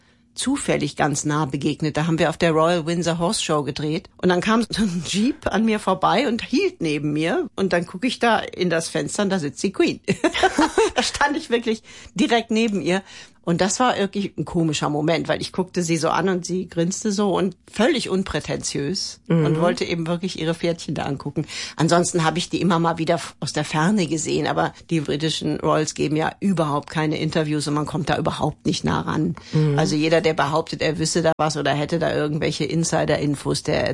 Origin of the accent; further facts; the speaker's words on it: Germany; was ich als Deutsche ja eigentlich dann schon gerne hätte